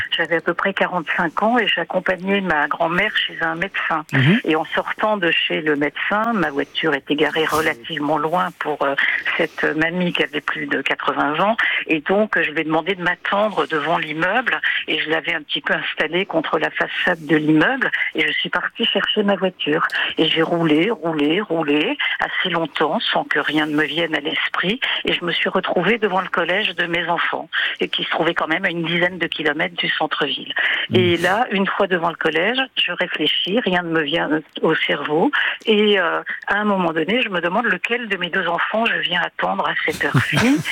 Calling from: Grenoble, Auvergne-Rhône-Alpes, France; De Grenoble

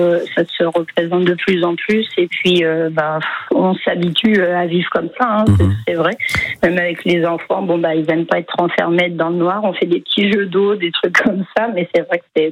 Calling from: Saint-André-de-Cubzac, Nouvelle-Aquitaine, France; moi, je suis de Saint-André-de-Cubzac.

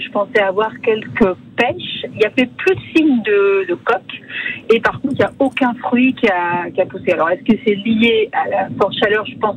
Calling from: La Ravoire, Auvergne-Rhône-Alpes, France; J'habite à la Ravoire.

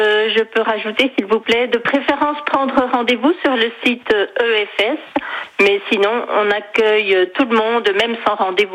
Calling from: Saint-Sauveur, Bourgogne-Franche-Comté, France; moi j'habite à Saint-Sauveur

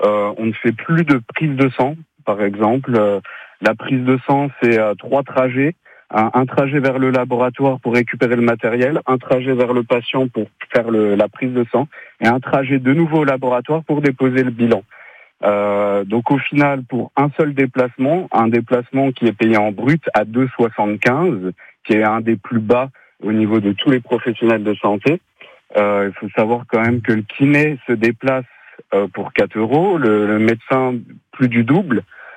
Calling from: Essey-lès-Nancy, Grand Est, France; moi je suis dans un secteur périurbain, je suis à Essel-et-Nancy.

